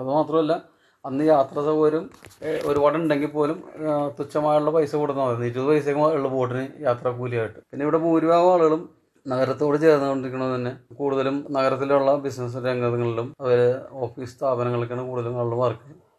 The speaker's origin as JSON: {"language": "Malayalam", "town": "Kochi", "region": "Kerala", "country": "India", "tie": "born or raised there", "said": "ബോൾഗാട്ടി സ്വദേശിയാണ്. ഞങ്ങളുടെ കാരണന്മാരായിട്ട് ഇവിടെ തന്നെ ജനിച്ചു നോക്കാറ്. മുളവാട് പഞ്ചായത്ത് എന്നുള്ള തെക്കേ അറ്റത്ത് ബോൾഗാട്ടി"}